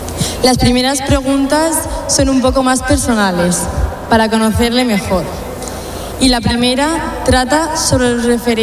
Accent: Peru; now in Spain; Querido Papa León … Soy inmigrante de Perú y vine ya hace 3 años. En España he encontrado un segundo hogar.

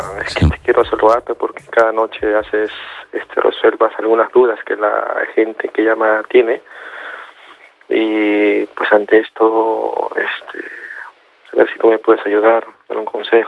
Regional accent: Peru; No, yo soy de Perú.

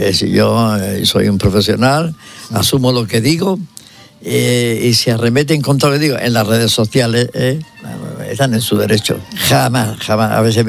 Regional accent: Granada, Andalusia, Spain; no, es el tono con el que vamos andaluces. Cosa que yo ya lo he perdido, cosa que no me agrada porque yo soy granadino, español y europeo.

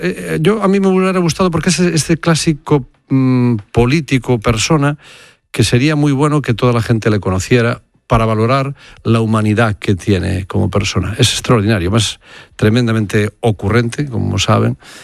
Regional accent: Galicia, Spain; yo soy muy apegado a la tierra, soy de Galicia y por lo tanto me gusta mi tierra.

